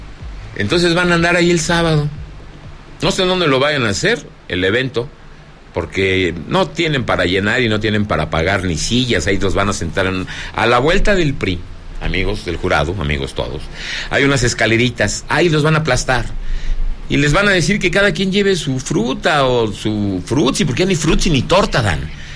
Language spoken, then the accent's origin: Spanish; Mexico City, Mexico; born there; now in Zacatecas, Mexico; soy más zacatecano que muchos, ¿eh? Y un zacatecano nace donde se le pega con gana. Yo nací en la Ciudad de México, de hecho nací en Noruega, pero me trajeron, o sea, en Bélgica, de ahí te encargo el gentilicio, me vine a vivir por gusto a Zacatecas, por no decir huyendo de la policía, y estoy aquí